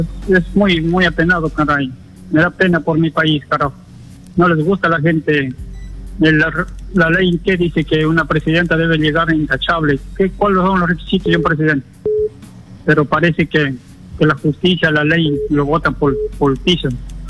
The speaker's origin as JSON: {"language": "Spanish", "country": "Peru", "said": "Como peruano me duele que siendo peruano haya otros peruanos que estén"}